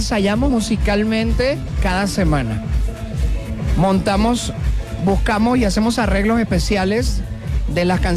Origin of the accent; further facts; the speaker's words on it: Venezuela; now in Querétaro, Mexico; Bueno, yo soy originario de Venezuela. Ya tengo 20 y pico de años aquí. Ajá. En Querétaro.